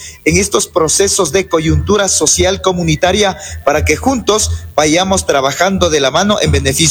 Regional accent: Tungurahua, Ecuador

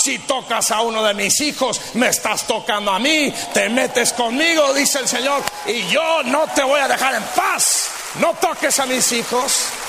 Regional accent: Mexico; Todos los que somos mexicanos aquí

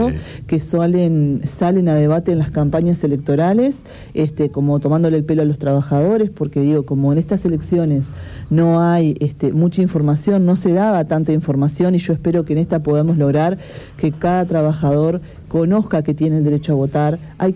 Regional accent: Colonia, Uruguay; Yo soy de Colonia

